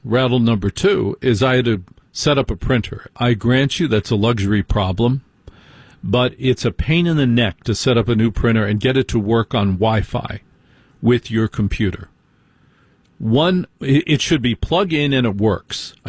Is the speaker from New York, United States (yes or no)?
no; New Jersey, United States; I grew up in New Jersey.